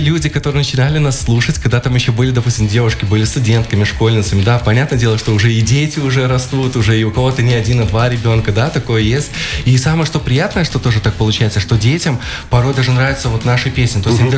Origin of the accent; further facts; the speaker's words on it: Babruysk, Mogilev Region, Belarus; я сам вырос в Бобруйске.